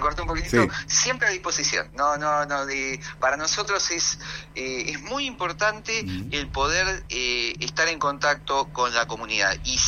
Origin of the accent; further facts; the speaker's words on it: Mar del Plata, Buenos Aires Province, Argentina; Yo soy de Mar del Plata